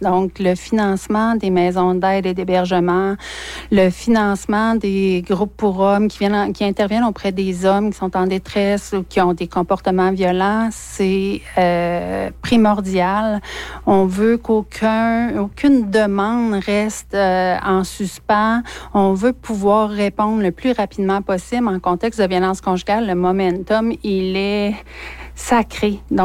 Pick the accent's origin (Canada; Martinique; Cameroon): Canada; Quebec; chez nous, en Abitibi-Témiscamingue